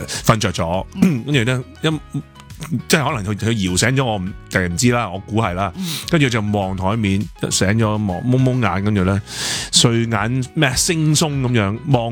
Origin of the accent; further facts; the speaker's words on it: Hong Kong; 通常我哋香港人就系咁样咯